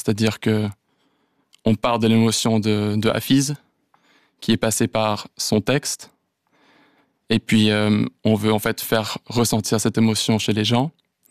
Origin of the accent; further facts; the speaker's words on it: Switzerland; Donc, alors certes, j'ai grandi en Suisse et puis j'ai eu le confort que vous avez mentionné